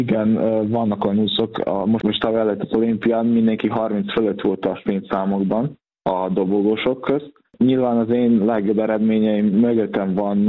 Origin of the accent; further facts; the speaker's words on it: Senta, Vojvodina, Serbia; now in Szeged, Hungary; Hála Istennek, Vajdaságban Zenten nőttem fel, ahol tényleg nagyon szörnyű az úszoda, hogy néz ki